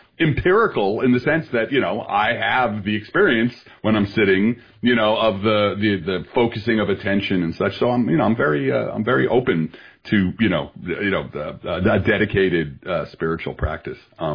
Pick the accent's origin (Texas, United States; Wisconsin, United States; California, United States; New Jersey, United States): New Jersey, United States; Belleville; First of all, go Jersey. I'm from Jersey. I'm from, like, the Newark area. I'm up from Belleville.